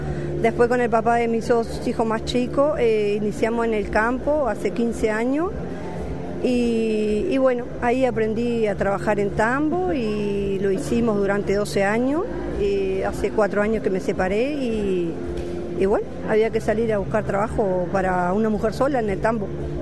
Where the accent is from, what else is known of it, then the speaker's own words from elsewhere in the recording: San José, Uruguay; San José, trabajé en Florida.